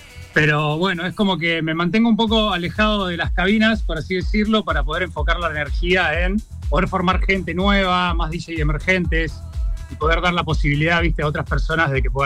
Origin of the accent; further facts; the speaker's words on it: Comodoro Rivadavia, Chubut, Argentina; moved away as an adult; Soy de Chubut, de Comodoro Rivadavia. Vine acá, bien. Como bien ustedes dijeron, a estudiar licenciatura en Relaciones Públicas.